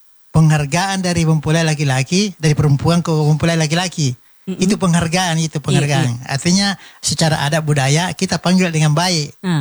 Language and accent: Indonesian; Makassar, South Sulawesi, Indonesia; kita orang Makassar